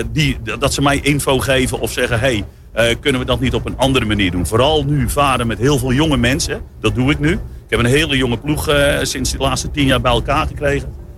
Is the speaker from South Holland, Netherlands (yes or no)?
yes; Katwijk aan Zee, South Holland, Netherlands; En ik kom zelf uit Katwijk aan zee. Dus ja, dat zat er wel in allemaal.